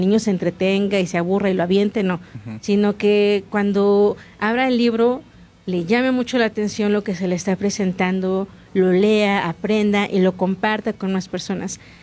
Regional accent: Tlaxcala, Mexico; entonces yo soy de Tlaxcala, pongo la radio local

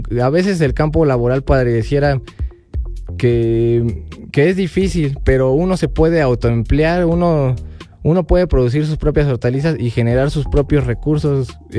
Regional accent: Pachuca, Hidalgo, Mexico; Realmente yo soy de Pachuca y ahí tenemos su casa de ustedes.

